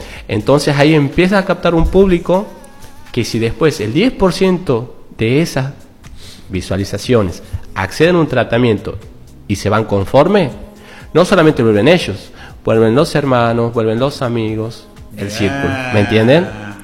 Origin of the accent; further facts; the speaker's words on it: Clodomira, Santiago del Estero, Argentina; Yo soy de Clodomira, ¿no?